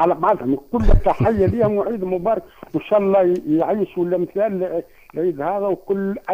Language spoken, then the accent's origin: Arabic; Zannouch, Gafsa Governorate, Tunisia; born there; now in Meknassy, Tunisia; والعز مسقط راسي وزانوش 6 سنين نقرأ فيها